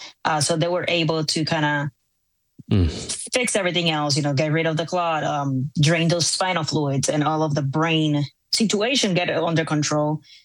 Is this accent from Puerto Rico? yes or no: yes; Puerto Rico; moved away; also born or lived in Massachusetts; So I was actually born in Massachusetts, but I grew up and lived my entire life in Puerto Rico. Both of my parents, my sibling, everybody's from Puerto Rico.